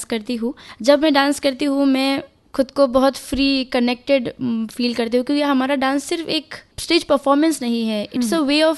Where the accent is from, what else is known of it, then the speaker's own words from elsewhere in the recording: Haflong, Assam, India; और हमारे हाफलोंग में जब छोटे छोटे कॉम्पिटिशन्स होते तो मैं बचपन से ही उसी में पार्टिसिपेट कर रही हूँ